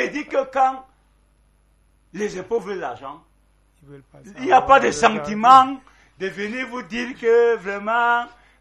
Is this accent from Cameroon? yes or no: yes; Cameroon; Nous sommes des Camerounais.